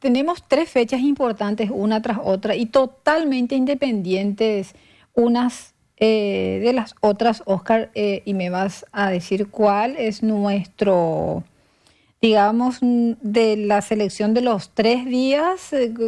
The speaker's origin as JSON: {"language": "Spanish", "country": "Paraguay"}